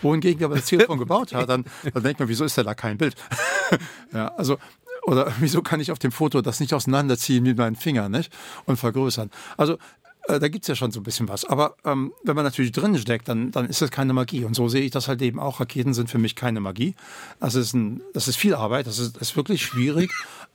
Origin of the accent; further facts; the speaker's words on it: Germany; accent: German; Genau, ich hätte das nicht verbunden, weil ich habe ja einen deutschen Akzent, das kommt mir nicht in den Kopf, nicht?